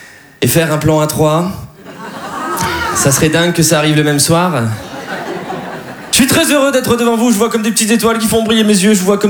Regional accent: Dunkirk, Hauts-de-France, France; Eh bien, moi, je suis de Dunkerque. Et vous voyez bien, je parle bien. Je conjugue les verbes.

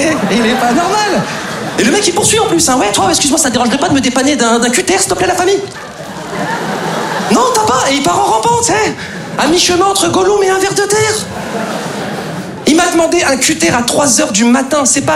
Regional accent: Lyon, Auvergne-Rhône-Alpes, France; now in Paris, France; je suis originaire de province, je suis originaire de Lyon. Et c'est vrai qu'avant de m'installer sur Paris, j'avais des petites appréhensions sur cette ville

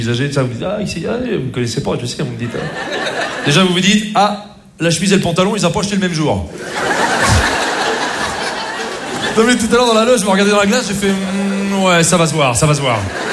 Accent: Rouen, Normandy, France; moi, je suis pas du tout de Paris, je suis pas du tout de Marseille, bien sûr, moi, je suis de Rouen, je sais pas si vous connaissez Rouen.

